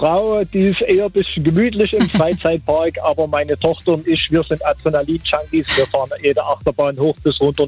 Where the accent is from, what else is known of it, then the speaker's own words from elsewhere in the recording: Saxony, Germany; moved away as an adult; now in Leipzig, Germany; ich komme gebürtig sogar aus dem Vogtland. Ich bin Vogtländer und mittlerweile seit 25 Jahren in Leipzig.